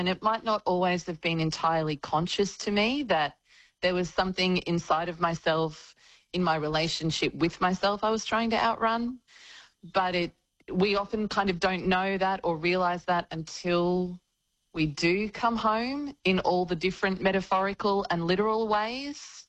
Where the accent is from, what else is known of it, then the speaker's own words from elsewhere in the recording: Gold Coast, Queensland, Australia; I grew up in southeast Queensland. I grew up on the Gold Coast, on Yugambeh country.